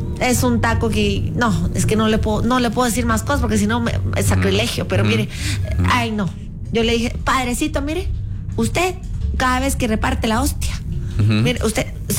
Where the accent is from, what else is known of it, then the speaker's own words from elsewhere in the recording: Guatemala; No, yo soy de Guatemala.